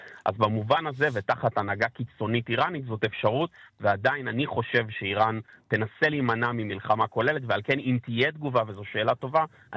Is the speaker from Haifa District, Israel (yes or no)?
no; Beersheba, Southern District, Israel; born there; אני נולדתי בבאר שבע